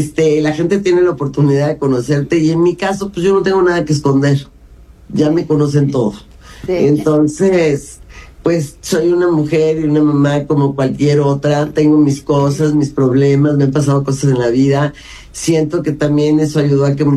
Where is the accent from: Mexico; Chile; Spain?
Mexico; Popotla, Mexico City; also born or lived in Brazil; cuando llegamos de Brasil, que se murió mi papá, nos fuimos a vivir a una vecindad, a Clavería, que está al lado de Azcapotzalco, donde hice la preparatoria, crecí en Popotla